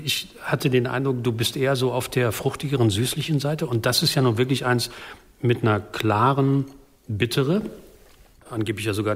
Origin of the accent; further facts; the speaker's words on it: North Rhine-Westphalia, Germany; Wir kommen ja aus Nordrhein-Westfalen.